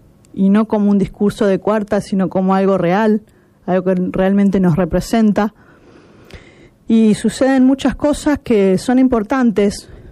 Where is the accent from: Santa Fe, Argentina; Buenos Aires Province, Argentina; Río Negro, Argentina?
Santa Fe, Argentina; como argentinos y como santafesinos